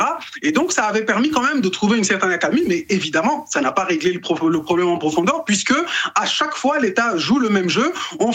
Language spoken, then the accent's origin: French; Mayotte; et on est français, moi je suis français de naissance